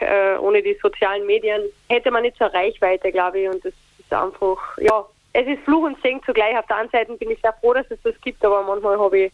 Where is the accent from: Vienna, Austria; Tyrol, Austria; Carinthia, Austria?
Carinthia, Austria; Es kommen gerade einige Auftritte in meiner Heimat, in Kärnten und generell in Österreich.